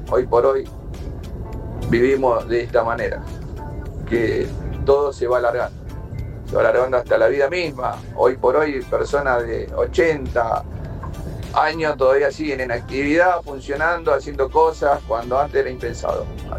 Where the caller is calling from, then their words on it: Lomas de Zamora, Buenos Aires Province, Argentina; soy de Loma de Zamora.